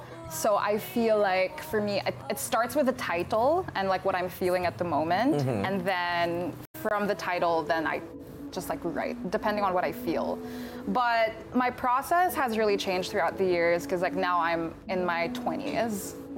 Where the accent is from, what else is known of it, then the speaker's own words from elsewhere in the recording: Philippines; I always talk about like how I'm from the Philippines, and at the time, you know, it was COVID and it was crazy, but I was like, no, like I'm from the Philippines, I'm from Asia